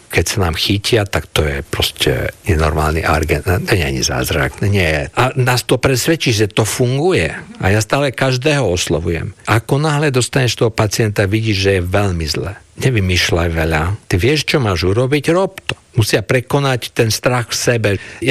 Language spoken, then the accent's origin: Slovak; Košice, Košice Region, Slovakia; Á, tak ja som Košičan.